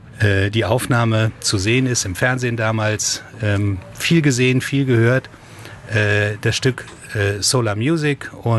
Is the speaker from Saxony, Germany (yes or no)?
no; Hagen, North Rhine-Westphalia, Germany; born or raised there